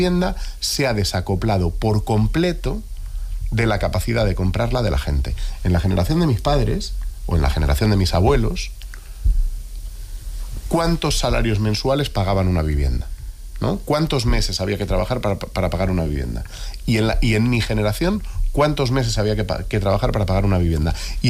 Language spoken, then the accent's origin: Spanish; Madrid, Community of Madrid, Spain